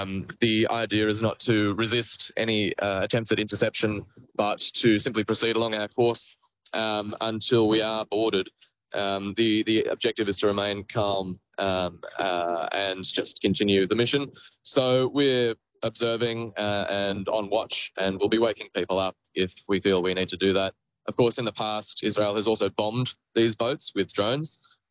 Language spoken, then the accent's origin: English; Australia; now in Newcastle, Australia; And I think it's my duty as an Australian to do everything I can